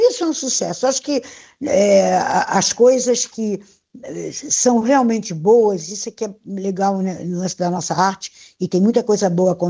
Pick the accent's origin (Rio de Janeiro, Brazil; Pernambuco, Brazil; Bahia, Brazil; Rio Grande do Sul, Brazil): Rio de Janeiro, Brazil; meu irmão, bem carioca, né, que eu sou carioca